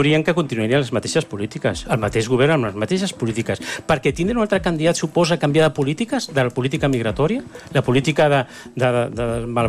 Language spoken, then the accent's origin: Catalan; Catalonia, Spain; perquè jo soc català, dono una miqueta d'envegeta